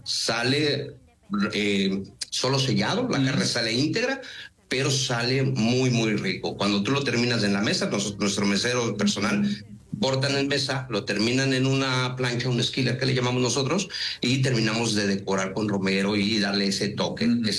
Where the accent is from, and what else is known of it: Mexico; now in Mérida, Mexico